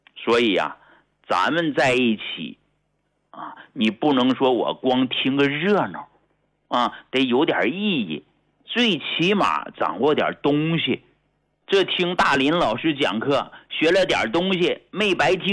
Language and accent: Chinese; China; 我们中国人体质它不一样。